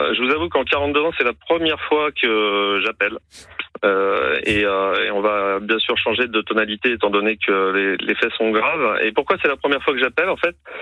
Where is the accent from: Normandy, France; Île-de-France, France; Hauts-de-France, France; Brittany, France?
Île-de-France, France; Évry; Non, j'ai été élevé en Île-de-France, je suis de la région d'Évry.